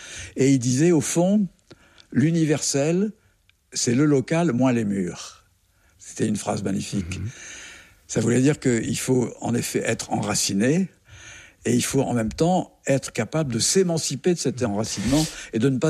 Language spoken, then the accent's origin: French; Algeria; born there